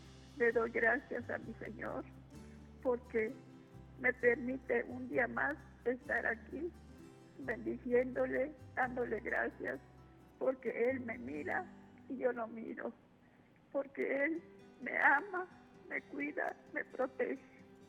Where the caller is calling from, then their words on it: Ciudad Juárez, Chihuahua, Mexico; de Juárez.